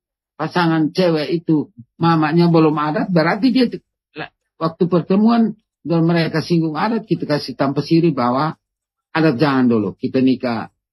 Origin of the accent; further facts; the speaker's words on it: Amanuban, East Nusa Tenggara, Indonesia; saya kan orang Amanuban